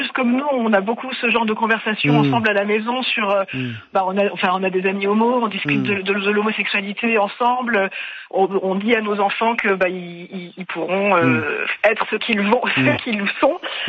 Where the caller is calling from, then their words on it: Normandy, France; j'appelle de la Manche, entre Granville et Coutances.